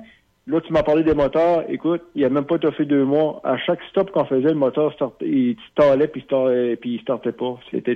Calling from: the Maritimes, Canada; mais moi je viens des Maritimes

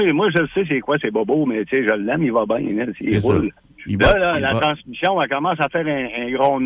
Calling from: Quebec City, Quebec, Canada; de Charlebourg.

